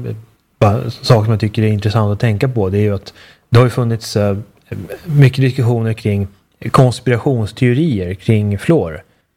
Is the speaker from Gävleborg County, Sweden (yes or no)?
no; Uppsala, Uppsala County, Sweden; kommunen där jag växte upp i Uppsala har en hög fluorhalt, en av de högsta i landet.